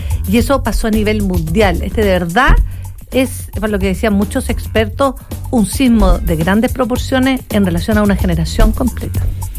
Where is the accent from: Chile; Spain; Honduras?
Chile